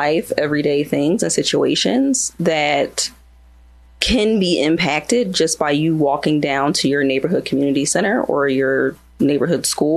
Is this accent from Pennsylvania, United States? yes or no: yes; Philadelphia, Pennsylvania, United States; I'm born and raised in Philly.